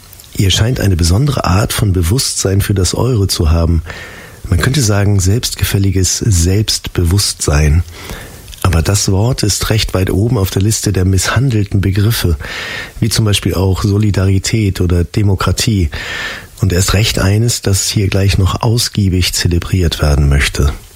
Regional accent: Hamburg, Germany; Ich bin kein Bayerischer, kein Münchner, sondern ein echter Hamburger Jung. Ich bin hier oben im Norden geboren und hängen geblieben.

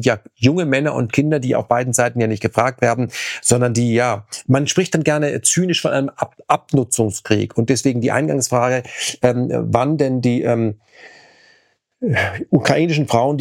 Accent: Germany; wir als Deutsche

